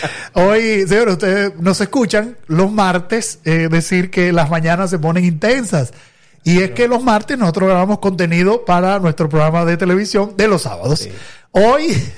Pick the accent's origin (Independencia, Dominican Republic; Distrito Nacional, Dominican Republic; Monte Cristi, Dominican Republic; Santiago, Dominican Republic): Santiago, Dominican Republic; Santiago de los Caballeros; yo que soy de Santiago, nacido y criado en Santiago